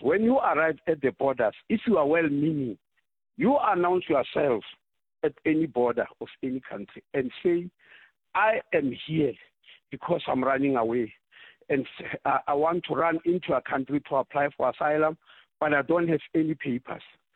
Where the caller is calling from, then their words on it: South Africa; I'm really just phoning as a South African